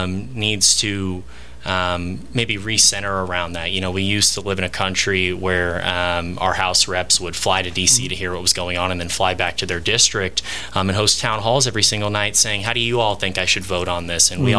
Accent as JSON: {"language": "English", "town": "Dallas", "region": "Texas", "country": "United States", "tie": "born or raised there", "moved": "yes", "lives_now": "Harrison, United States", "said": "growing up in Dallas, and, you know, spending all my summers here, visiting my grandparents, every single year of my life, you know, I would get dropped off here with my siblings when we got out for summer break."}